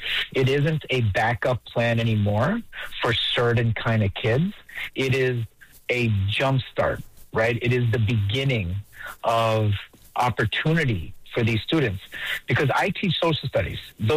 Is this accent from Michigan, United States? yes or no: no; New York, United States; I'm Indian, right? I'm born and raised in New York, all my life. But I'm an Indian guy